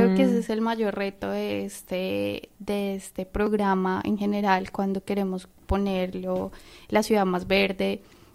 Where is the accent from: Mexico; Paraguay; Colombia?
Colombia; Bogotá; now in Rochester, United States; yo crecí en Bogotá, que es la capital de Colombia, es una ciudad que tiene muchos árboles, pero que en realidad tú vives en conjuntos de edificios, no tanto en casas.